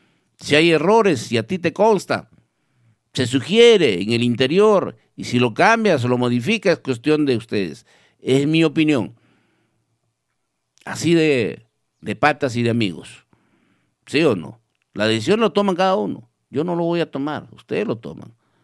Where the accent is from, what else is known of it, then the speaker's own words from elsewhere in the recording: Villa Rica, Pasco, Peru; somos de aquí de Villarrica